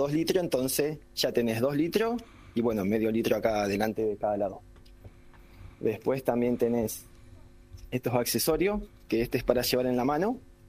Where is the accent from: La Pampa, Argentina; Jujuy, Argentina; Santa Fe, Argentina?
Santa Fe, Argentina; Piamonte; si bien somos de pueblo cerquita, de Las Rosas, yo soy de Piamonte